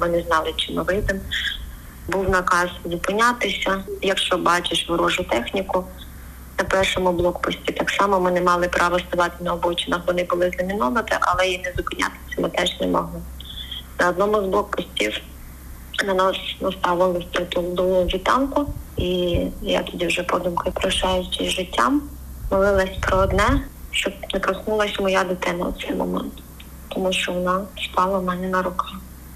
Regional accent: Oleshky, Kherson Oblast, Ukraine; moved away as an adult; Я з міста Олешка. Це місто, де я народилася, де я жила до повномасштабної війни, де народилася моя донечка, зробила свої перші кроки і пішла в садок, але не встигла піти у школу. Це моє рідне місто Олешка.

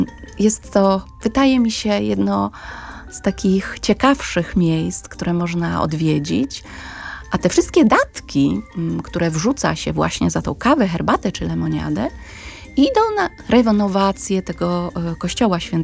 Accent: Wrocław, Lower Silesian Voivodeship, Poland; born there; moved away as an adult; now in Warsaw, Poland; Ja w ogóle nie jestem warszawianką, jestem wrocławianką i gro mojego życia spędziłam we Wrocławiu. Tutaj mieszkam od 15 lat

